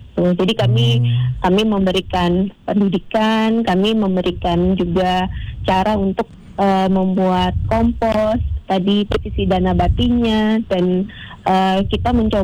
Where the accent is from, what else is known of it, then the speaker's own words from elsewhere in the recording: Makassar, South Sulawesi, Indonesia; Halo Pak Wibi, saya juga dari Makassar.